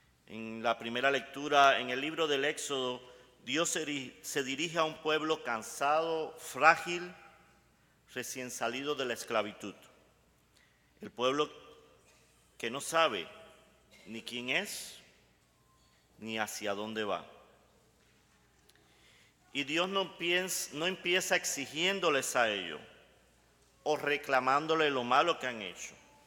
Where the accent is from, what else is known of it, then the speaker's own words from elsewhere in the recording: Camagüey, Cuba; moved away as an adult; also born or lived in Maryland / Washington D.C. / Boston / Milwaukee; now in Colorado, United States; soy originalmente de Camagüey, llegué a Estados Unidos en 2003, he vivido en diferentes lugares en Estados Unidos, en Maryland, en Washington D.C. y actualmente en Colorado.